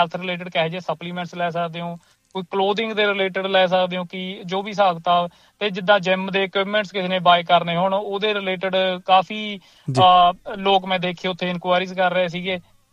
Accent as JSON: {"language": "Punjabi", "area": "Ludhiana district", "region": "Punjab", "country": "India", "tie": "born or raised there", "also_born_or_lived": "Canada", "moved": "as an adult", "lives_now": "Melbourne, Australia", "said": "ਮੈਂ ਪੰਜਾਬ ਤੋਂ ਜੀ, ਲੁਧਿਆਣਾ ਡਿਸਟ੍ਰਿਕਟ ਤੋਂ, ਇੱਕ ਛੋਟਾ ਜਿਹਾ ਪਿੰਡ ਆ ਸੋਮਲਖੇੜੀ, ਰਾੜਾ ਸਾਹਿਬ ਤੇ ਮਲੇਰਕੋਟਲੇ ਦੇ ਕੋਲ ਪੈਂਦਾ ਇਹ, ਤੇ ਮੈਂ ਉੱਥੇ ਦਾ ਬੋਰਨ ਆ। ਮੇਰੀ ਸਾਰੀ ਸਟੱਡੀ ਇੰਡੀਆ ਦੀ ਹੈ"}